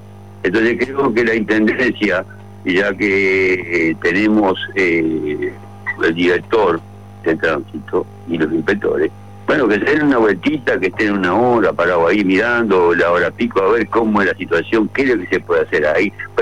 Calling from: Maldonado, Uruguay; soy un vecino de Maldonado y yo ando en moto, ¿no?

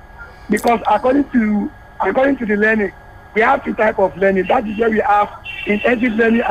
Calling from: Ilorin, Kwara, Nigeria; from Oloje.

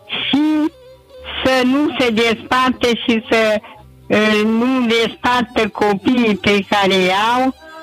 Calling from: Cluj-Napoca, Cluj County, Romania; din Cluj, cartierul Mănăstiri.

